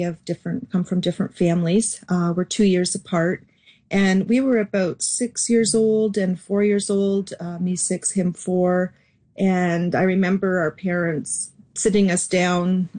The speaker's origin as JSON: {"language": "English", "town": "Kitchener", "region": "Ontario", "country": "Canada", "tie": "born there", "said": "I was born in Kitchener, Ontario."}